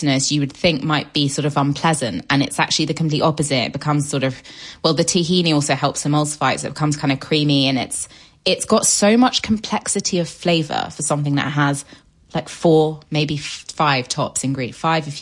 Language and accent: English; Paris, Île-de-France, France; because I grew up in Paris, is a French chicory and walnut and blue cheese salad.